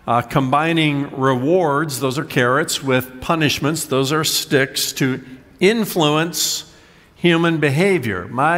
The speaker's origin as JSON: {"language": "English", "region": "Indiana", "country": "United States", "tie": "born or raised there", "moved": "yes", "lives_now": "Virginia Beach, United States", "said": "growing up in Indiana, I remember that my parents had nicknames for us. Of course"}